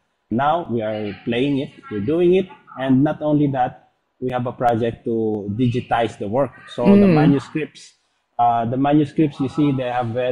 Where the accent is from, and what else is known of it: Philippines